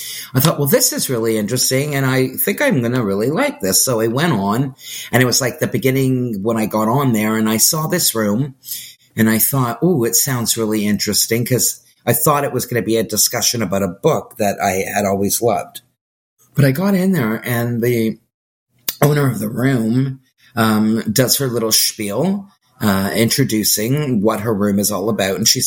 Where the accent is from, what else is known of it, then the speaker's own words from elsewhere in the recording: Canada; and I'm Canadian. So Canada went mad and we were in lockdown the longest.